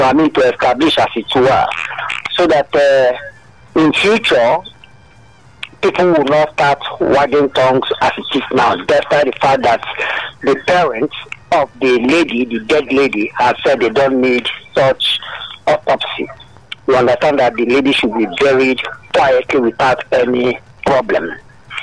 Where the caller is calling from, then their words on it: Abaranje, Ikotun, Lagos, Nigeria; I'm calling from Abaraja in Ikoso.